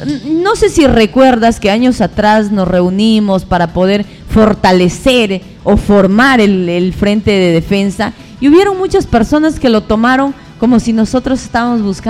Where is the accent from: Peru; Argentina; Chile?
Peru; San Martín; born there; yo nací aquí en El Dorado, claro, mis padres son migrantes